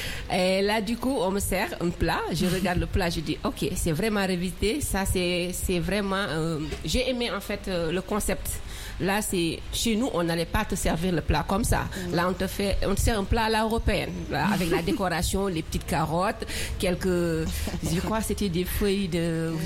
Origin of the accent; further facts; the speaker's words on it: Afghanistan; moved away; je suis d'Afghanistan